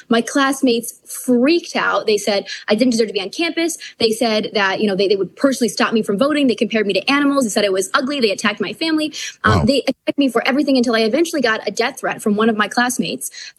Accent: Wisconsin, United States; but it was in Chicago and I was from Wisconsin.

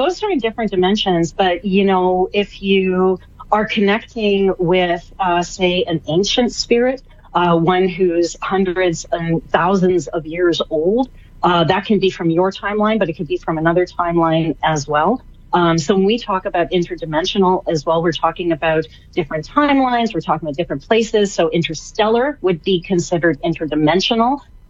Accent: Canada; I'm Canadian, Lace. I'll still say that.

